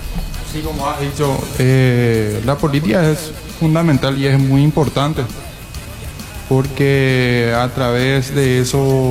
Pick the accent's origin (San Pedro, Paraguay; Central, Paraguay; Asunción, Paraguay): San Pedro, Paraguay; Liberación; soy del Distrito de Liberación.